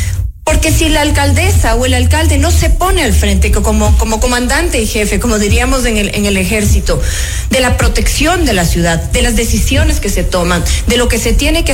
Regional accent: Quito, Pichincha, Ecuador; El impuesto más alto que nosotros pagamos como quiteños es el impuesto a la ineficiencia.

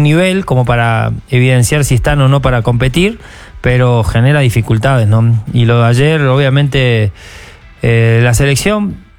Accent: Argentina; Nosotros me incluyo como argentino, ¿no?

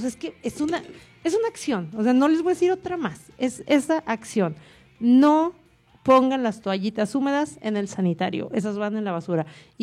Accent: San Diego de la Unión, Guanajuato, Mexico; now in Camargo, Mexico; En mi pueblo, y te estoy hablando de San Diego de la Unión, Guanajuato

